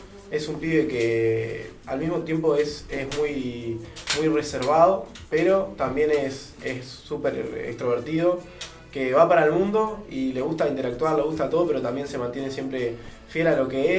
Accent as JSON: {"language": "Spanish", "region": "Montevideo", "country": "Uruguay", "tie": "born there", "said": "Yo también nací en Montevideo."}